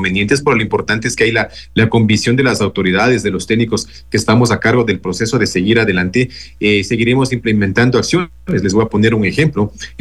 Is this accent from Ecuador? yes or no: yes; Riobamba, Chimborazo, Ecuador; Yo llevo acá en la prefectura casi 21 años. Bueno, yo soy de Riobamba, trabajo acá ya 21 años.